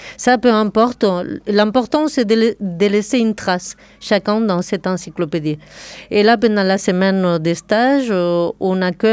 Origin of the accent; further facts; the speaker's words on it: Spain; French is a second language; now in Rennes, France; je suis d'origine espagnole et j'ai une histoire d'émigration. Le français, ce n'est pas ma langue première, alors qu'ici, je dois parler le français tout le temps. Et on va me dire tout le temps que j'ai un accent très charmant